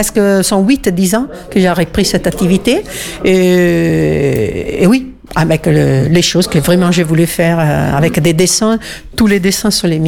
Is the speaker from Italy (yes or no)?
yes; Italy; French is a second language; now in France; Alors, comme évident dans mon prononciation, je ne suis pas française, je suis italienne.